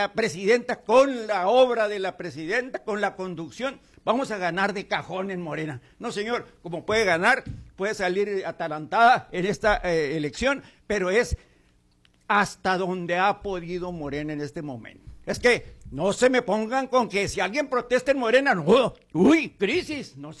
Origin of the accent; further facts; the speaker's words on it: Mexico